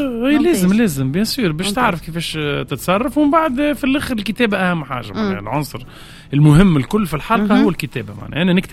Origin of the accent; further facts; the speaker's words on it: Ariana, Ariana Governorate, Tunisia; born there; moved away as an adult; now in Ennasr, Tunisia; كي عرست وليت نسكن في النصر اما حومتي اريانا